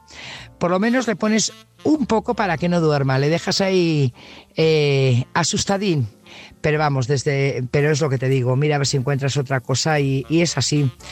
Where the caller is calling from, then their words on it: Burgos, Castile and León, Spain; Buenas noches … corresponsal de Burgos.